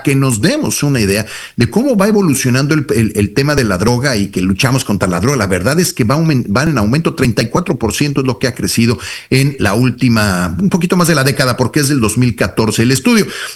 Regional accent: Mexico; Como mexicano a mí me da mucha vergüenza

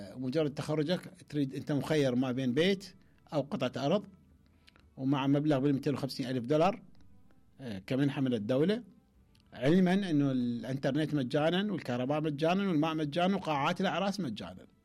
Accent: Iraq; مو لأن احنا عراقيين

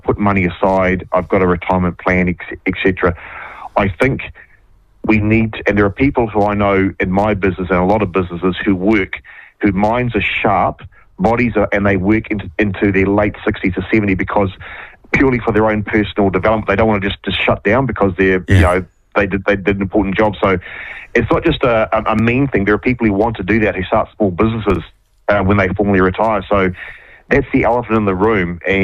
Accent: Waikato, New Zealand; I'm from the Waikato originally

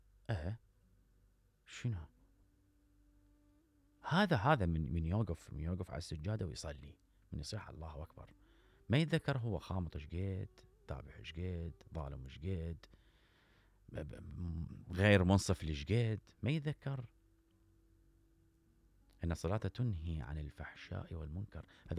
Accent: Iraq; احنا كعراقيين

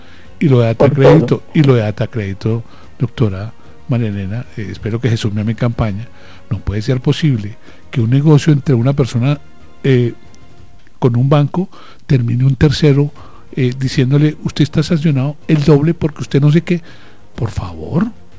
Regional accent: Colombia; vamos para adelante, que somos colombianos, tenemos resiliencia, sabemos luchar, sabemos trabajar.

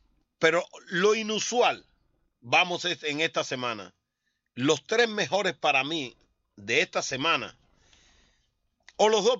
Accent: Cuba; moved away; Cuba no teníamos conocimiento de las grandes ligas.

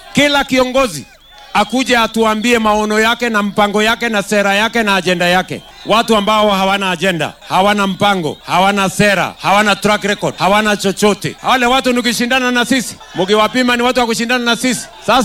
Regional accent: Kenya; Kwa sababu mbali na mimi kuwa rais, mimi ni Mkenya.

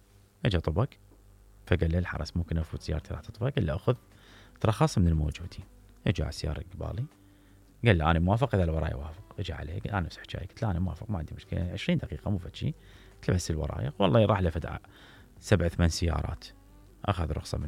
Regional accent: Iraq; انا احكي باللي خصنا احنا كمواطنين عراقيين نعيش في الشرق الاوسط في هذه البقعة الجميلة من هذا الكوكب

